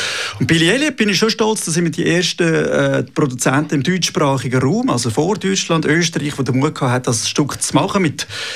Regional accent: Switzerland; Wir haben super Trainer bei uns in der Schweiz, also Ballettmeisterin.

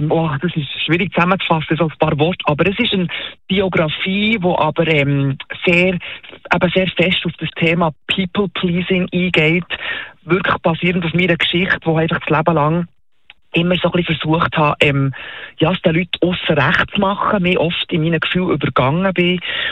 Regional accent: Switzerland; Wir sind natürlich als Schweizer, neigen wir auch dazu, eben allen immer, zu allem Ja zu sagen

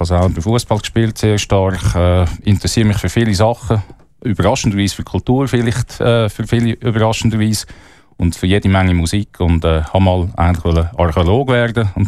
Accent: Thun, Bern, Switzerland; Ja, eben, ich bin in Thun aufgewachsen.

